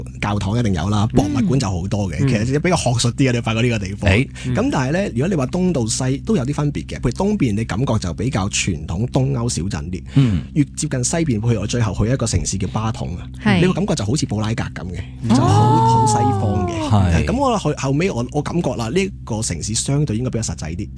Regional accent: Hong Kong; 我哋香港人可以请假日数真系唔多

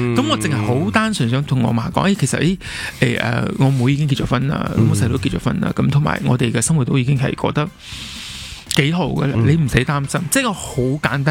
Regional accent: Malaysia; Hello， 大家好，

